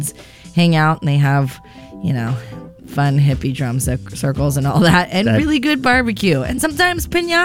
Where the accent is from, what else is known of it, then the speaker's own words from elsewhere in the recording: Santa Barbara, California, United States; It's I know back in my hometown of Santa Barbara, summer solstice is kind of like it's a pretty big event.